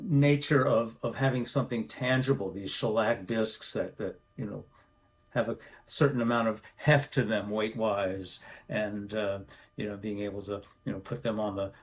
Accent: Maryland, United States; also born or lived in New Orleans; DC, where we are both from originally, Maryland, really, suburban Maryland.

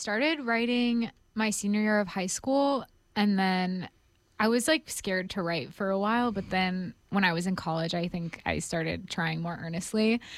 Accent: Texas, United States; I'm from Texas

